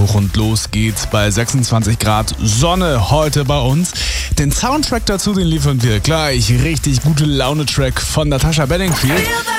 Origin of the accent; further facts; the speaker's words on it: Germany